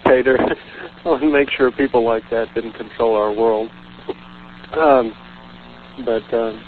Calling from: Austin, Texas, United States; I'm in Austin.

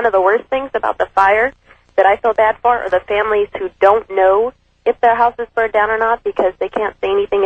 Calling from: Anchorage, Alaska, United States; Hi, this is … from Anchorage.

